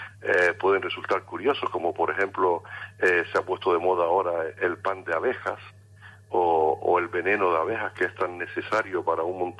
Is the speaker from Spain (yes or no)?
yes; Canary Islands, Spain; en Canarias somos unos 1.250 apicultores